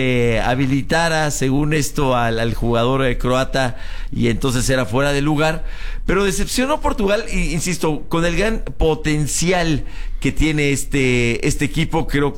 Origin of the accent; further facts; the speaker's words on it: Mexico; Yo soy mexicano.